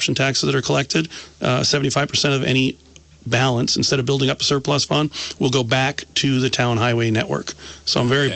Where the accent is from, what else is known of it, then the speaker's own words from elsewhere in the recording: Brandon, Vermont, United States; also born or lived in Rutland; raised in Brandon